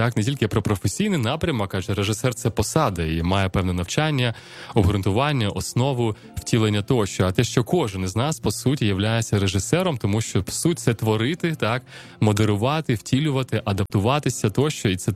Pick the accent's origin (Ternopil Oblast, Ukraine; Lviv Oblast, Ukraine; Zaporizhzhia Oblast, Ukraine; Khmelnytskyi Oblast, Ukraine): Zaporizhzhia Oblast, Ukraine; Enerhodar; Це моє рідне місто, до речі, я там народився.